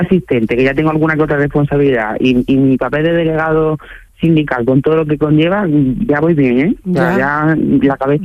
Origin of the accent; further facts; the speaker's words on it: Córdoba, Andalusia, Spain; born there; also born or lived in Seville / Granada; now in Málaga, Spain; Pues mira, yo soy nacido en Córdoba. Entonces, pues, en mi ciudad, evidentemente, en Sevilla, en Granada y en Málaga, que es donde estoy a día de hoy viviendo y trabajando.